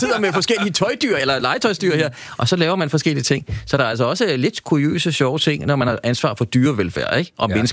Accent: Ballerup, Capital Region of Denmark, Denmark; Jeg er fra Ballerup af, ikke?

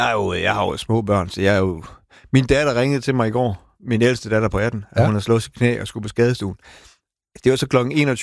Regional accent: Aalborg, North Denmark Region, Denmark; Og det er jeg jo fra Aalborg.

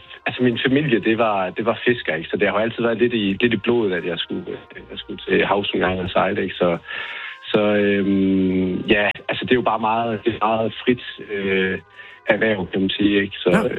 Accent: Fredericia, Region of Southern Denmark, Denmark; Jeg kommer fra Fredericia-området af.

